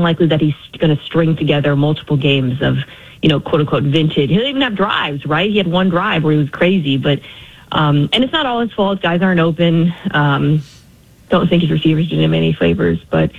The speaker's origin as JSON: {"language": "English", "region": "Nebraska", "country": "United States", "said": "I know. I mean, I'm from Nebraska, so I don't know. You know, maybe I'm not the Nebraska stereotype per se"}